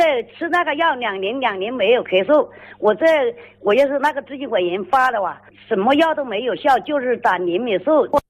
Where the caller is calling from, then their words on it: Jiayu, Hubei, China; 我是排州嘉鱼排州镇。